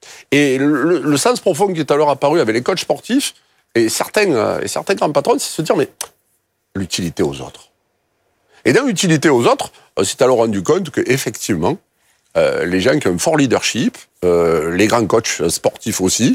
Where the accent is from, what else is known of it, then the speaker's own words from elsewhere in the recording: Marseille, Provence-Alpes-Côte d'Azur, France; accent: Marseille; mon authenticité s'entend toujours, pique un peu les yeux, mon accent c'est un peu l'ail. Mais en fait, c'est d'où je viens, c'est mon histoire en fait.